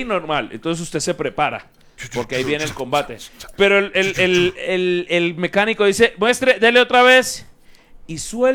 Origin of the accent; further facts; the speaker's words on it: Colombia; Nosotros como colombianos siempre hemos sido boxeadores